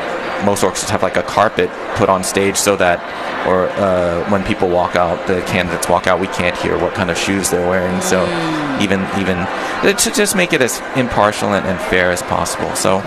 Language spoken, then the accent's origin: English; Lexington, Kentucky, United States; moved away; growing up in a small town in Lexington, Kentucky